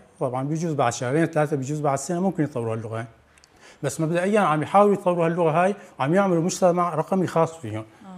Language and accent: Arabic; Syria; نحن بجزء سوري